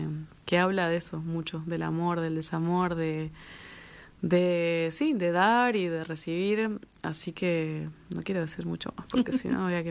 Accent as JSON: {"language": "Spanish", "region": "Maldonado", "country": "Uruguay", "said": "yo soy de Maldonado y fui con el liceo cuando era..."}